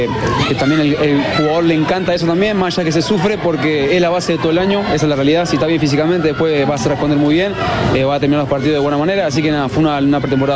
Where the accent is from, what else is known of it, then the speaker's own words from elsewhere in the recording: Uruguay; moved away as an adult; now in Argentina; soy uruguayo, soy extranjero